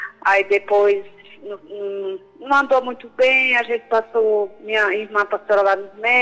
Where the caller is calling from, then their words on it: São Paulo, Brazil; De São Paulo.